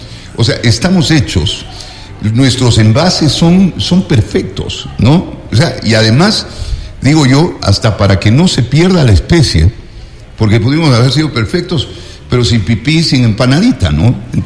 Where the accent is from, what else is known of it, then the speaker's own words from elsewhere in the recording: Ecuador; Yo soy el único ecuatoriano de la banda.